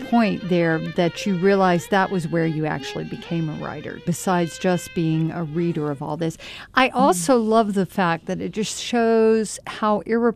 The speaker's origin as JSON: {"language": "English", "country": "United States", "said": "we as American women"}